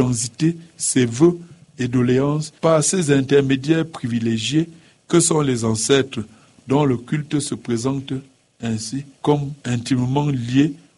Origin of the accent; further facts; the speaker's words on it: Tonga, West, Cameroon; Je me rappelle chez nous dans le Ndé, chez moi à Tonga.